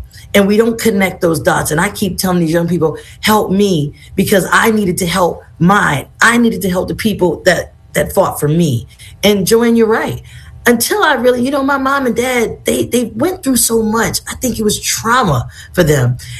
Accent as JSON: {"language": "English", "town": "Boston", "region": "Massachusetts", "country": "United States", "tie": "born or raised there", "said": "I was born and raised in Boston."}